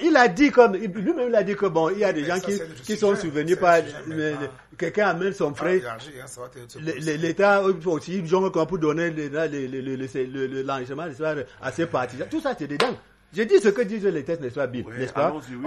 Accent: West, Cameroon; now in Yaoundé, Cameroon; Moi, je suis de l'Ouest. N'est-ce pas?

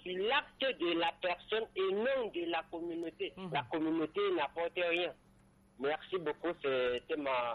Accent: Cameroon; nous, en tant que Camerounais, nous devions plutôt

